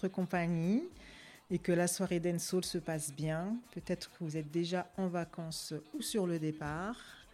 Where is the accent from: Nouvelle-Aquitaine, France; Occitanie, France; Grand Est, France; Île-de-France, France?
Île-de-France, France; Nogent-sur-Marne; Je viens de Nogent-sur-Marne.